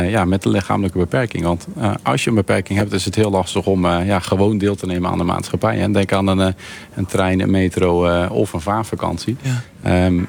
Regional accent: Friesland, Netherlands; Maar ik ben een Fries jongetje en ik woonde aan het water.

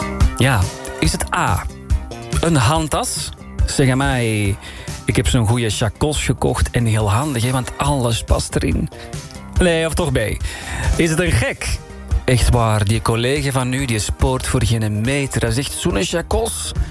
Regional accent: Flanders, Belgium; now in Netherlands; Ja, ik kom zelf uit België, maar ik woon al 24 jaar in Nederland.

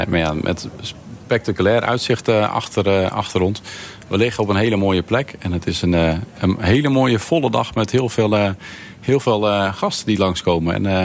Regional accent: Friesland, Netherlands

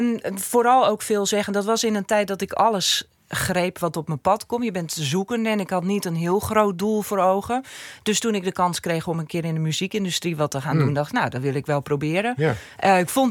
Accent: Amsterdam, North Holland, Netherlands; accent: Amsterdam; Er was ook iemand die zei, hey, wat leuk, jij met je Amsterdamse accent

